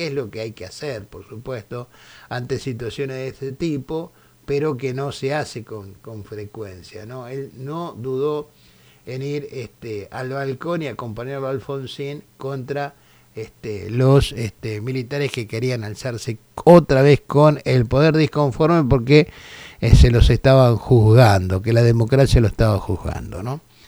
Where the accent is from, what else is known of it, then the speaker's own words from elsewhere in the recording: Buenos Aires Province, Argentina; nuestra provincia de Buenos Aires